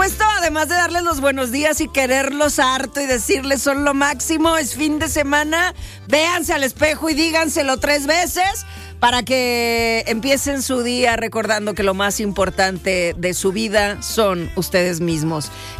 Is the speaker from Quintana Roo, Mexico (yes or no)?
no; Guadalajara, Jalisco, Mexico; yo soy de Guadalajara, de novia de Guadalajara.